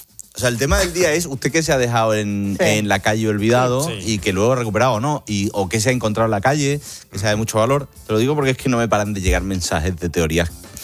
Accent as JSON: {"language": "Spanish", "town": "Seville", "region": "Andalusia", "country": "Spain", "said": "Sabéis que, evidentemente, soy de Sevilla."}